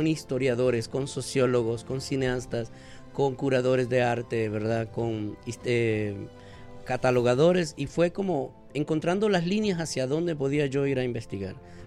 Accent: Honduras

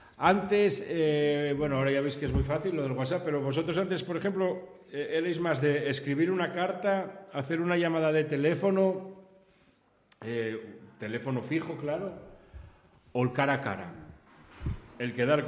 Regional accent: Vigo, Galicia, Spain; Mi madre, por ejemplo, cuando vinimos de Vigo para acá, cuando llamaba, por ejemplo, a Maribel, que es una amiga de Vigo, podían estar hora y media hablando por teléfono.

